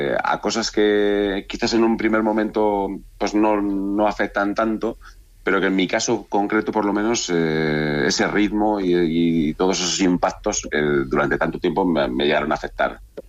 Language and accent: Spanish; Montemayor de Pililla, Castile and León, Spain; Sí, yo soy de Montemayor, sí.